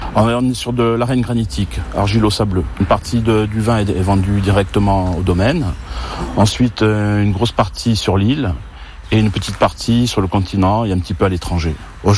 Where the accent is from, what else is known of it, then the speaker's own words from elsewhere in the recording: Feliceto, Corsica, France; Donc moi je suis du village, je suis né au village.